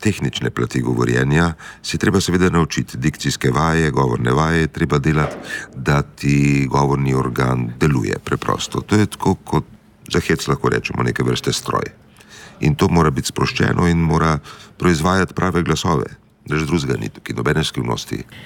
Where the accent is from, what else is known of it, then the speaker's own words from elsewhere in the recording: Vipava Valley, Gorizia, Slovenia; jaz izhajam z Vipavske doline